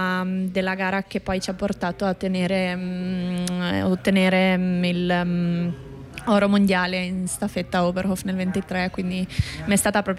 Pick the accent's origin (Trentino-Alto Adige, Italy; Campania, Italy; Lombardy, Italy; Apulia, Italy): Trentino-Alto Adige, Italy; Anterselva; essendo nata e cresciuta lì.